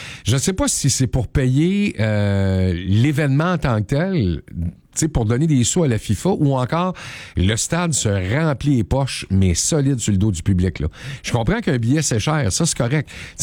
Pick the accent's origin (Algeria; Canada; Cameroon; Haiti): Canada; Quebec; chez nous au Québec